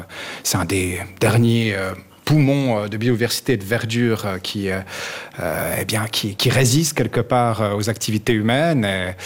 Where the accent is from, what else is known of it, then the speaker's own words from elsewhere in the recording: Yverdon-les-Bains, Vaud, Switzerland; Je suis d'Yverdon